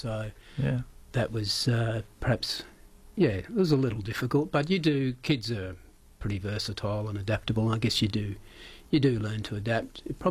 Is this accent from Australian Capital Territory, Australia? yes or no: yes; Canberra, Australian Capital Territory, Australia; So I was in Canberra for 4 years during that period, from about 6 years old to 10 years old.